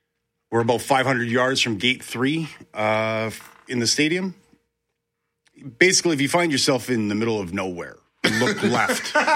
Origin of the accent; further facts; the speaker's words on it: Winnipeg, Manitoba, Canada; we're all from Charleswood and St. James, so mm-hmm. we didn't know the area.